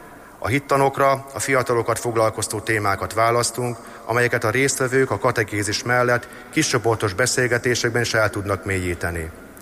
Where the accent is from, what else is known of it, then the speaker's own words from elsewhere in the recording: Tiszaörs, Jász-Nagykun-Szolnok, Hungary; Római katolikus, vallásos családban születtem és nőttem föl Tiszaörsön.